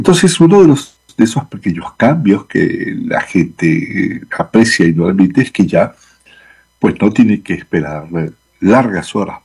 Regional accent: San Cristóbal, Táchira, Venezuela; moved away; estoy en San Cristóbal, la capital del estado Táchira, en el oeste de Venezuela. Como bien mencionas, todos allá saben que soy de Venezuela

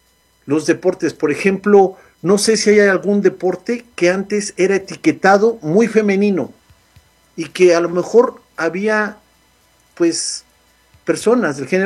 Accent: Zacatepec, Morelos, Mexico; moved away; de donde soy originario, el Zacatepec

